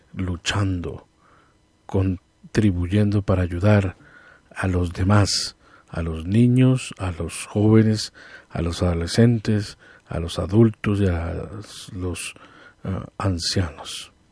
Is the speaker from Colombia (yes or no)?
yes; Colombia; no importa cómo sea, qué distingo tenga, no importa, somos colombianos